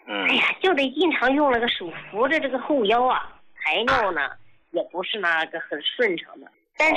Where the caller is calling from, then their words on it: Shenyang, Liaoning, China; 我是来自这个沈阳天溪区的啊，这是四方台镇的一个农民。